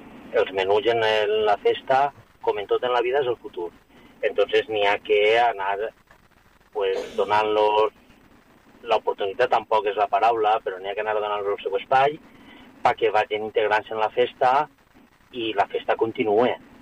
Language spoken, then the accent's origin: Catalan; Albaida, Valencian Community, Spain; born there; no és perquè sigui el meu poble